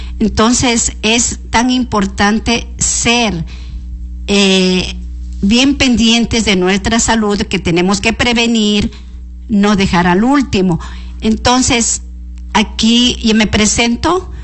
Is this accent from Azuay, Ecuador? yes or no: yes; Cuenca, Azuay, Ecuador; Vengo de la ciudad de Cuenca y es un gustazo.